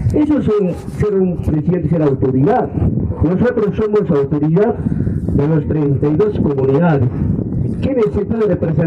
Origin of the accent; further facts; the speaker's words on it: Mara, Apurímac, Peru; mi pueblo de Mara, de mis comunidades.